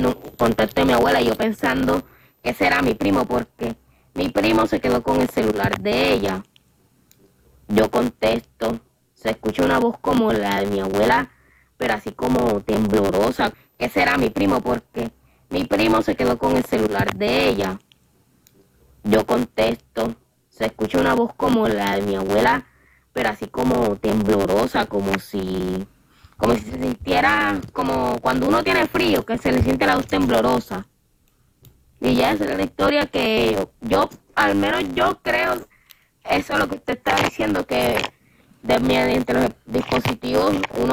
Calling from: Cartagena, Bolívar, Colombia; yo soy de acá, de Cartagena

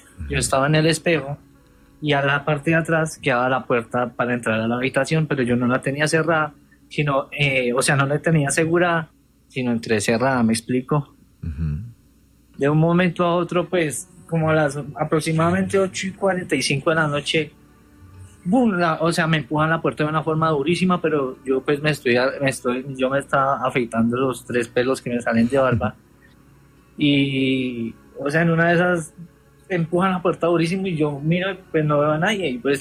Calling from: Soacha, Cundinamarca, Colombia; Desde Soacha.

